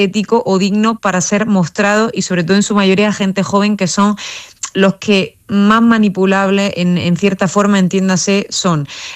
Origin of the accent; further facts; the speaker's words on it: Roquetas de Mar, Andalusia, Spain; más de 500 personas en mi pueblo, en Roquetas de Mar